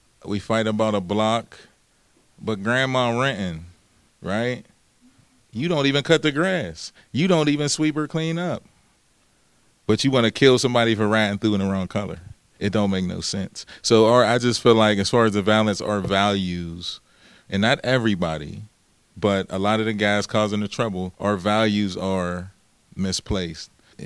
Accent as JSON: {"language": "English", "town": "Pittsburgh", "region": "Pennsylvania", "country": "United States", "tie": "born or raised there", "also_born_or_lived": "Wilkinsburg / Homewood / Penn Hills", "said": "So I grew up there as well. And then my dad moved to Wilkinsburg. After a while, I moved and lived with him. So you could just technically say that I'm from the east side of Pittsburgh."}